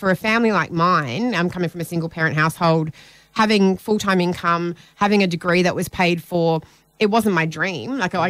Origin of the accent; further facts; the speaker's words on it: Perth, Western Australia, Australia; I grew up in Perth. I was born and bred here, so I grew up in Balcatta. And it was just me, mum and my sister from when I was really, really young.